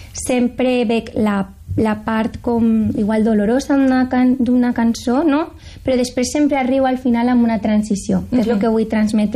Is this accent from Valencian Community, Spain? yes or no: yes; Paiporta, Valencian Community, Spain; esteu tots i totes convidats a un festival que faran en el meu poble, en Paiporta, sobre la Dana